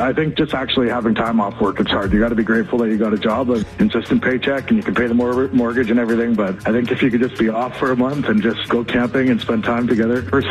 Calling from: Mill Bay, British Columbia, Canada; we're on Vancouver Island in Mill Bay.

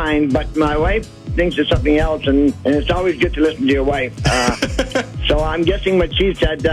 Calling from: Abbotsford, British Columbia, Canada; I'm calling from Abbotsford.

